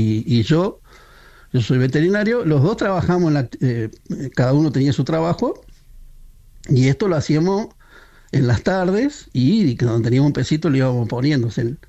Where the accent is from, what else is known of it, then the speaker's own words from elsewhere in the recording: Alcira Gigena, Córdoba, Argentina; Roncedo. Sí, sí, ahí jugaba yo cuando era chico.